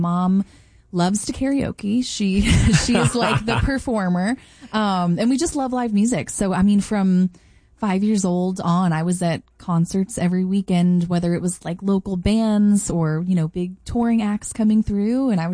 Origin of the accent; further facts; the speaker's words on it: St. Louis, Missouri, United States; I grew up in St. Louis, Missouri.